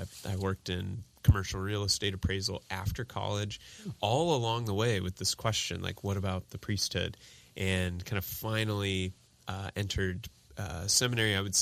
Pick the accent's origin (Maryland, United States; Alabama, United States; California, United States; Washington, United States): Washington, United States; Bothell; I grew up in the Mill Creek Bothell area, and my home parish is St. Brendan's in Bothell, and also went to school there.